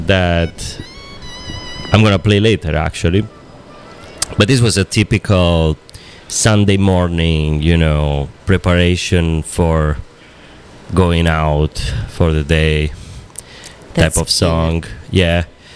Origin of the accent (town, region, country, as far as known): Italy; born there; English is a second language; moved away